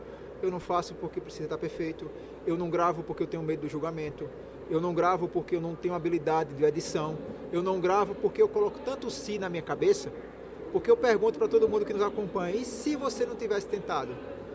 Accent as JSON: {"language": "Portuguese", "region": "Northeast Brazil", "country": "Brazil", "said": "Como nordestino, eu sou sempre muito bem recebido em todo o Nordeste."}